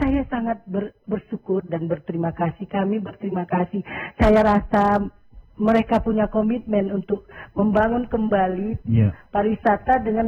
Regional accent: North Sumatra, Indonesia; Untuk menunjukkan bahwa kami adalah orang Angkola.

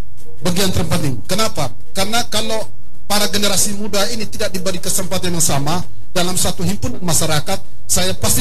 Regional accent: Indonesia; di Desa Manulondo, kampung saya tercinta.

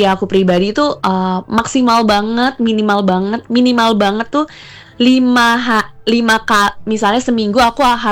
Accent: Bekasi, West Java, Indonesia; Enggak, aku dari kota Bekasi. Kebetulan kota Bekasi dekat lah ya dari Jakarta.

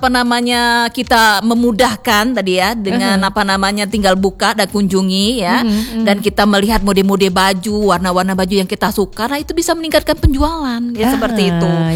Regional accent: Palembang, South Sumatra, Indonesia; kita orang Palembang.

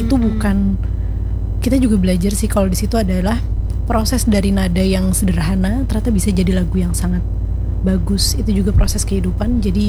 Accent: Banjarbaru, South Kalimantan, Indonesia; also born or lived in Jakarta / Malang; Awalnya saya lahir emang di Jakarta. Soalnya bapak ibu saya dari Jakarta, terus karena penempatan tugas jadi dokter tadi di Martapura dan Banjarbaru, jadi dari kecil saya di Banjarbaru sampai sekarang. Udah jadi kerja PP Banjarbaru Banjarmasin aja sih.

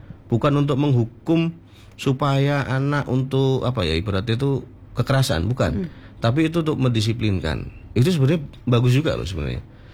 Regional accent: Bojonegoro, East Java, Indonesia; Kalau saya orang asli Bojonegoro, Mbak, seorang suami itu nyapu, ngepel, cuci baju, wah itu sudah dianggap tidak, istri tidak menghormati.

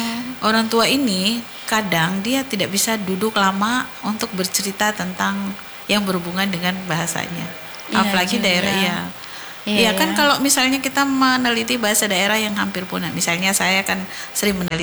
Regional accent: South Sulawesi, Indonesia; Kita tuh orang Sulawesi Selatan perlu berbangga ya, karena muatan lokal itu dari dulu, dari saya kecil juga sudah belajar bahasa daerah di sekolah.

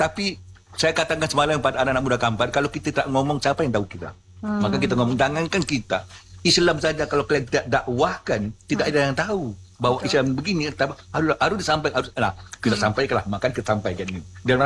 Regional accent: Riau, Indonesia; kalau kita orang Riau ini pasti pernah dengar nama Koyan.

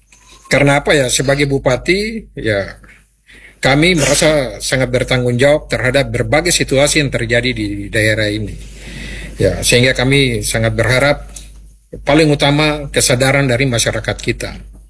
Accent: Biak, Papua, Indonesia; kita orang Biak

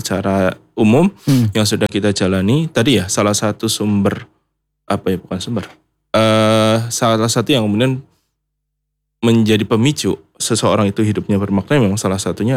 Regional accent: Brebes, Central Java, Indonesia; born there; moved away; saya kan aslinya Brebes ya

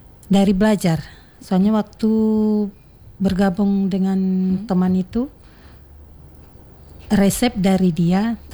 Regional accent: West Sumatra, Indonesia; Bukan. Saya asli orang Sumatera Barat.

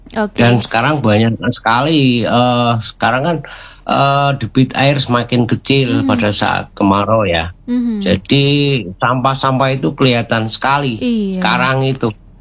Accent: Indonesia; born there; saya lahir di Desa Tlogorojo, dusun Leter.

